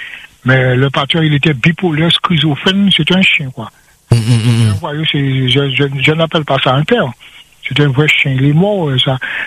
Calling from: Martinique

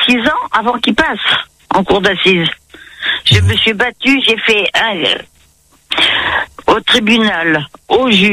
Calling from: Bergerac, Nouvelle-Aquitaine, France; moi, j'habitais Bergerac à l'époque

